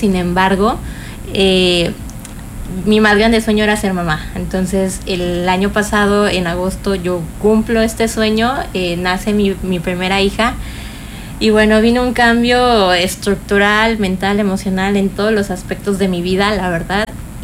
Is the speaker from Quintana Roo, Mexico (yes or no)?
yes; Cancún, Quintana Roo, Mexico; born there; Yo también soy de aquí, de Cancún, Quintana Roo. Aquí nací hace 31 años.